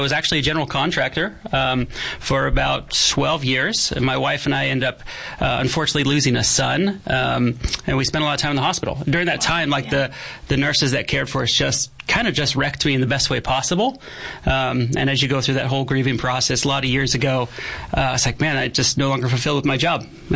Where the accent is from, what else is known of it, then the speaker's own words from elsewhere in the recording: Oregon, United States; moved away as an adult; now in Yuma, United States; I'm originally from Oregon.